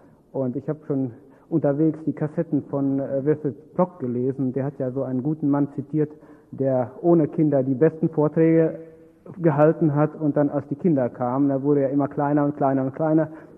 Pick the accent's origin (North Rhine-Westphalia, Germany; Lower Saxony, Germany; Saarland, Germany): North Rhine-Westphalia, Germany; Detmold; Manche Leute kennen mich vielleicht sogar. Einzelne. Ich komme aus Detmold, wohne da auch